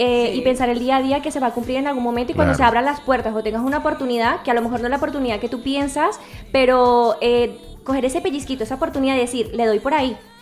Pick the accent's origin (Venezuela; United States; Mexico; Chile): Venezuela; now in Spain; mi mamá es colombiana, ella es de Santa Rosa de Cabal, Pereira. Sí. Y pues yo soy venezolana